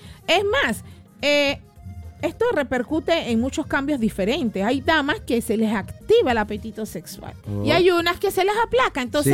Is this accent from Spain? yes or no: no; Panama; yo tengo que ayudar a mi pueblo panameño.